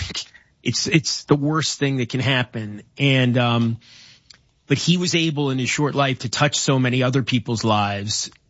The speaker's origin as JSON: {"language": "English", "region": "New York", "country": "United States", "said": "as a New Yorker, as an American."}